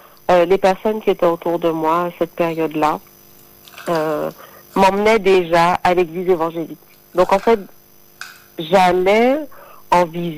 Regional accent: Guadeloupe; j'ai grandi en Guadeloupe

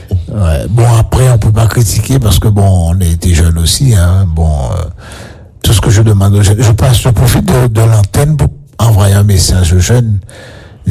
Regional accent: Le Gosier, Guadeloupe; Ouais, c'est vrai que je me rappelle à l'époque. Je suis du Gosier, à l'époque, il y avait beaucoup de boîtes de nuit.

